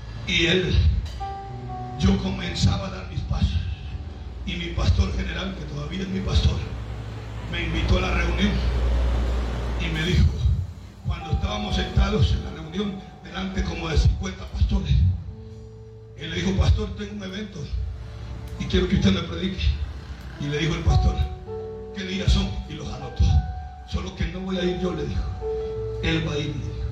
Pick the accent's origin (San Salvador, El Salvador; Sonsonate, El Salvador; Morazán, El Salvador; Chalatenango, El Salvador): Sonsonate, El Salvador; Izalco; yo soy de Izalco